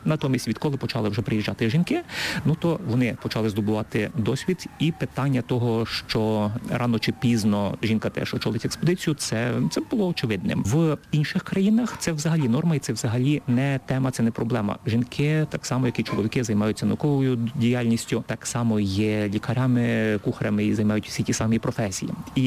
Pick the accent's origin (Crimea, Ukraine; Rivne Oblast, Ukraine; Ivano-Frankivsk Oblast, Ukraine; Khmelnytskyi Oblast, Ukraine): Khmelnytskyi Oblast, Ukraine; сам я із Хмельниччини